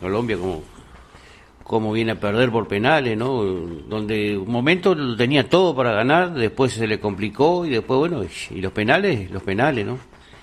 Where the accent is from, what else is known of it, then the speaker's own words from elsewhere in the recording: Uruguay; por ser uruguayo o acá de América